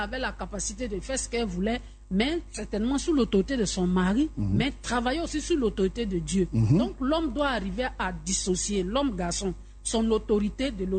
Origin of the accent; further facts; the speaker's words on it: Abidjan, Côte d’Ivoire; Mais chez nous, à Abidjan, ici, non.